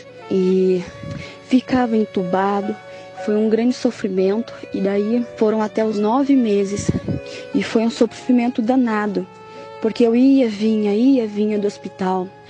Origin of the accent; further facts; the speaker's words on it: São Paulo, Brazil; Eu sou de São Paulo, capital, Zona Oeste.